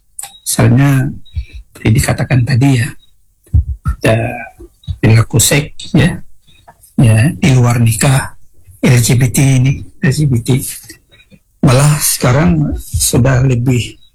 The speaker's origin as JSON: {"language": "Indonesian", "region": "Aceh", "country": "Indonesia", "said": "Apalagi yang kita Aceh ini sedang dan melakukan pemberlakuan syariat Islam ya"}